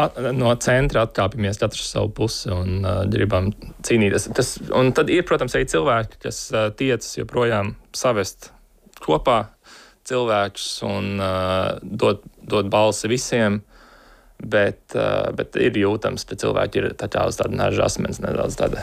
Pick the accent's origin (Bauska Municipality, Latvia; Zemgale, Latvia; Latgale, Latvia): Bauska Municipality, Latvia; Bauska; Jā, Bauskā ir. Nē, mana mamma ir sporta speciāliste. Man praktiski no 4 gadu vecuma ir bijis jābūt sportā.